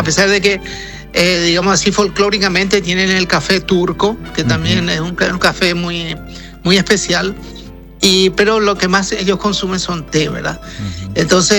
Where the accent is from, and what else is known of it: Paraguay; now in Turkey